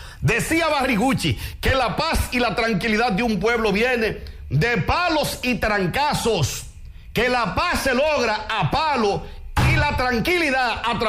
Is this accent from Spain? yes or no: no; Santiago, Dominican Republic; Canca la Reina, por poner un ejemplo, que es la zona de donde vengo